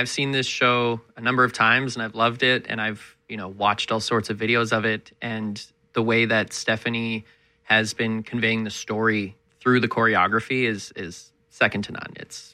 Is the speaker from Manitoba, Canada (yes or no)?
no; Calgary, Alberta, Canada; moved away as an adult; also born or lived in Toronto; I went to theater school in Toronto and started my career there. I'm from Calgary originally, and I'm back living there now.